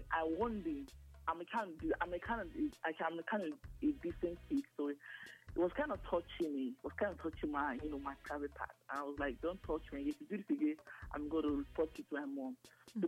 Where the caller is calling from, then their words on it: Benin; I'm calling from Benin.